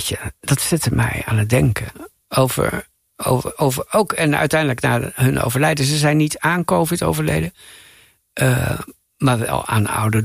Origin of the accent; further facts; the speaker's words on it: Assen, Drenthe, Netherlands; We woonden aan de rand van Assen, provinciestadje. Maar in ieder geval, meteen stroomde al landschap Trentse A. En daar was ik niet weg te slaan.